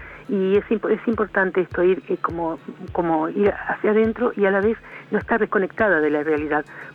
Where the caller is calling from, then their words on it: Chascomús, Buenos Aires Province, Argentina; de Chascomús.